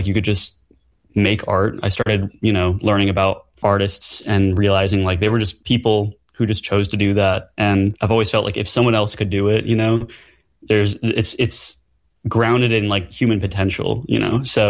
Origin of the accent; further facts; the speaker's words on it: New York City, New York, United States; I grew up in Brooklyn, New York, in Red Hook.